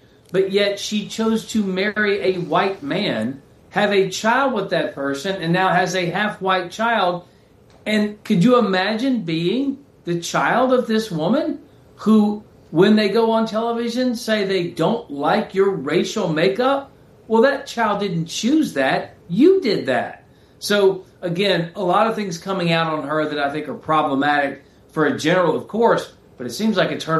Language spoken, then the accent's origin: English; South Carolina, United States; moved away; I'm from South Carolina. I'm here right now, actually.